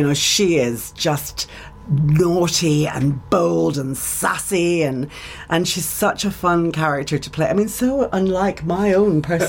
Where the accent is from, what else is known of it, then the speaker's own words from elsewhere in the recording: Ireland; now in Exmouth, United Kingdom; I grew up in the southwest of Ireland